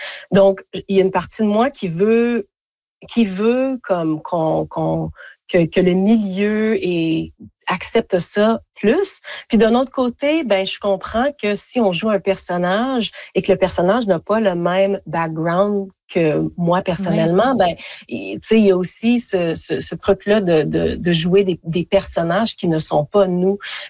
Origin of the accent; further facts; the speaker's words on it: Quebec, Canada; parce que moi, j'ai grandi en Beauce, au Québec. Donc, mes parents parlent que français.